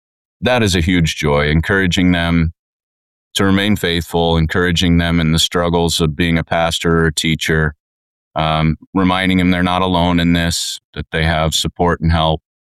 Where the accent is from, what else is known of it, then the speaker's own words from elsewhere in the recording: Kansas City, United States; now in Billings, United States; my hometown in Kansas City